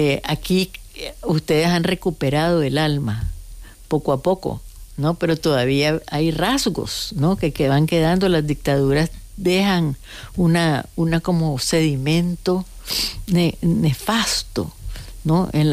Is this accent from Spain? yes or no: no; Nicaragua; Pero yo voy a seguir estando en mis libros como poeta nicaragüense.